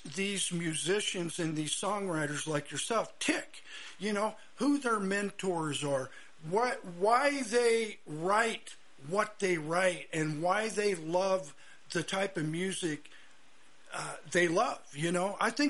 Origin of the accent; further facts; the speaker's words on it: Seymour, Indiana, United States; I grew up in the Seymour First Church of the Nazarene